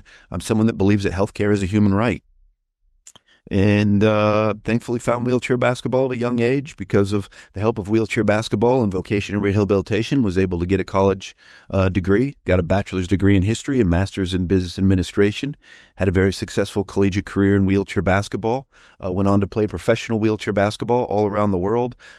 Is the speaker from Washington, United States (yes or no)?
no; Council Bluffs, Iowa, United States; I am born in a place called Council Bluffs, Iowa, to a working class family, working class community